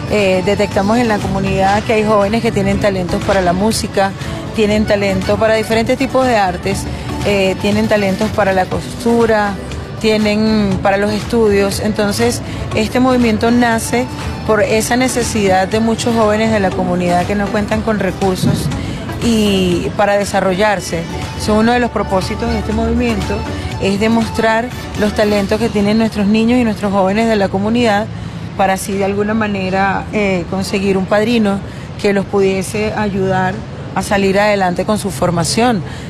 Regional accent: Capital District, Venezuela; nací y me crié en la Cota 905

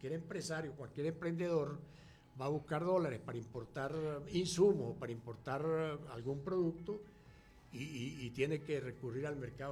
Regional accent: Venezuela

